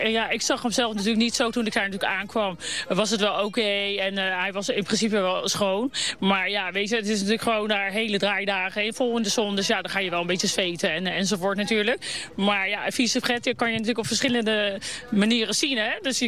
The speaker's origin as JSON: {"language": "Dutch", "town": "The Hague", "region": "South Holland", "country": "Netherlands", "said": "ik kom uit Den Haag."}